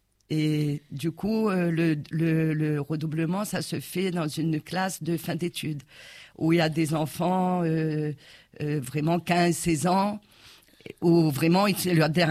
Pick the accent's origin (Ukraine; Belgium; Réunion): Réunion; je suis réunionnaise dans ma genèse, mais au plus profond.